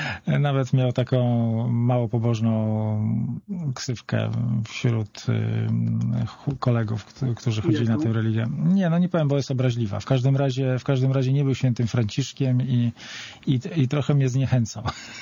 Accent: Warsaw, Masovian Voivodeship, Poland; długo mieszkałem na Woli

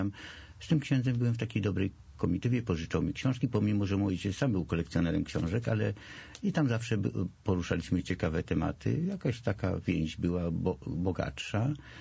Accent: Warsaw, Masovian Voivodeship, Poland; born or raised there

